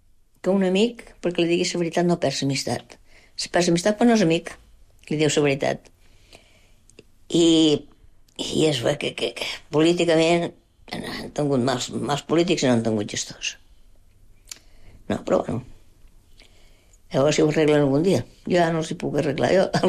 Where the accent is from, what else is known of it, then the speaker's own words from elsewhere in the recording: Balearic Islands, Spain; born there; Jo... de Menorca, jo he nascut a Menorca, però a mi m'ha agradat molt el Louis Vicent.